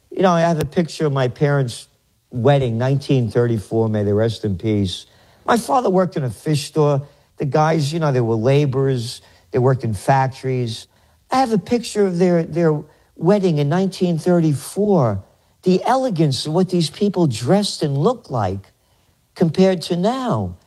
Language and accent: English; Bronx, New York, United States; now in Kingston, United States; It's not the New York I grew up in the Bronx.